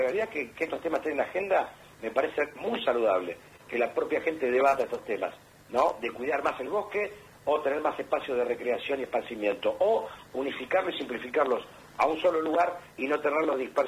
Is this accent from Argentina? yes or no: yes; Argentina